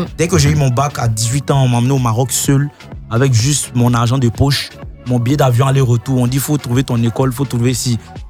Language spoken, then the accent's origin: French; Côte d’Ivoire; also born or lived in Morocco; now in Abidjan, Côte d'Ivoire; Je suis Baoulé Malinké.